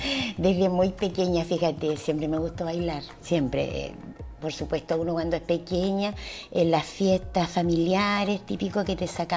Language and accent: Spanish; Tomé, Biobío, Chile; yo soy tomecina, de tomo y lomo, como dicen por ahí. Yo siempre he vivido en Tomé, nací en Tomé hace muchos años ya